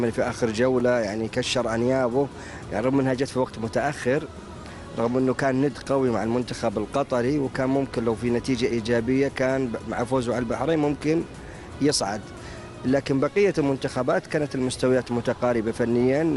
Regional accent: Riyadh, Riyadh Province, Saudi Arabia; الرياض، انا من سكان الرياض

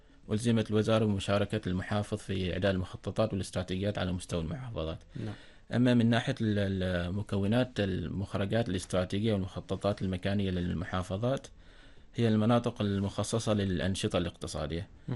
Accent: Oman; نحن عندنا في عمان

